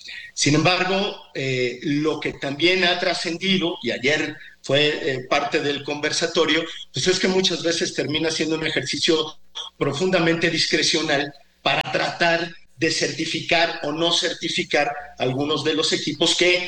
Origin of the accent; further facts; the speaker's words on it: Guadalajara, Jalisco, Mexico; yo soy de Guadalajara, simpatizo por supuesto con los Leones Negros, aunque le voy a las Chivas, pero tengo un profundo cariño por los Leones Negros.